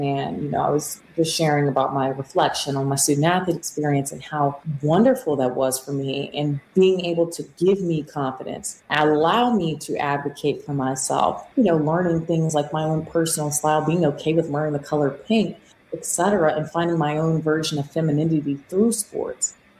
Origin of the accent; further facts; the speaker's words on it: South Carolina, United States; I'm from South Carolina.